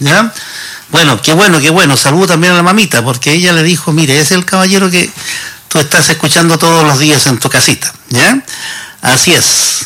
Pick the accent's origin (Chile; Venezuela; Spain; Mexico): Chile; estamos como buenos chilenos